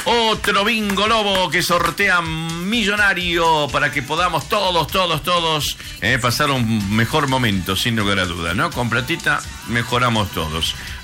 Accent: Argentina; Pero todos somos argentinos.

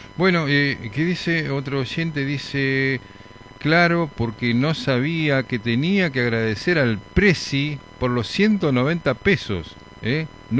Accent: Argentina; tenemos la viveza criolla nosotros los argentinos, qué lindo país que tenemos, realmente.

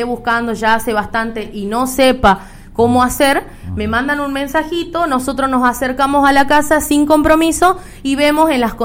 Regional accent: Salta, Argentina; Yo, obviamente, como soy nuevita, vine desde Salta, acá a trabajar a la zona.

